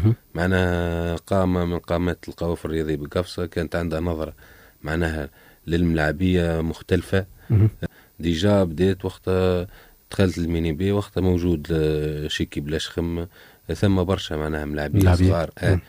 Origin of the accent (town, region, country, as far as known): Gafsa, Gafsa Governorate, Tunisia; born there